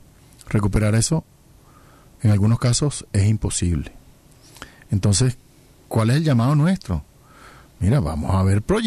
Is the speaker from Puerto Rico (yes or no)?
no; Venezuela; Como venezolanos debemos estar avergonzados de lo que allí ocurrió